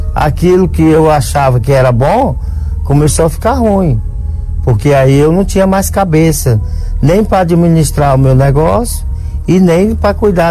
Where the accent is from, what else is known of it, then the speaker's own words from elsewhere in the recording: Castelo do Piauí, Piauí, Brazil; Aí eu peguei o ônibus lá na minha cidade, em Castelo, no Piauí, e vim diretamente aqui para o Templo de Salomão.